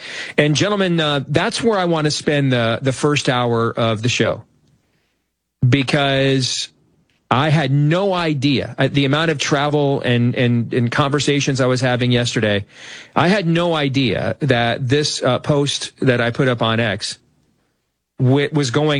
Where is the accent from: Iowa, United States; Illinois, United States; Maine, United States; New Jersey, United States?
Iowa, United States; my home state of Iowa